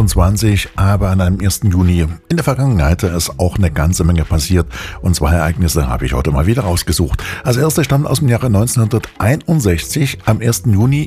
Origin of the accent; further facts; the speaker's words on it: Chemnitz, Saxony, Germany; Da beschloss die Stadtverordnetenversammlung von Karl-Marx-Stadt, das ist so meine Heimatstadt, die Stadt wieder umzubenennen und zwar in ihren ehemaligen Namen Chemnitz.